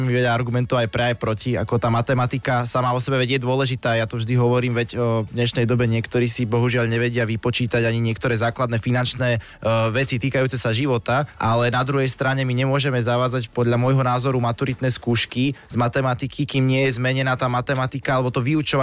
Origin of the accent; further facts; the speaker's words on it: Prešov, Prešov Region, Slovakia; v Prešove som z východného Slovenska.